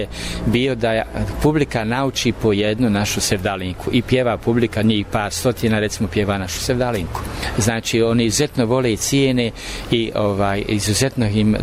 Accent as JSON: {"language": "Bosnian", "town": "Živinice", "region": "Federation of Bosnia and Herzegovina", "country": "Bosnia & Herzegovina", "also_born_or_lived": "Netherlands", "said": "dolazim iz Živinica."}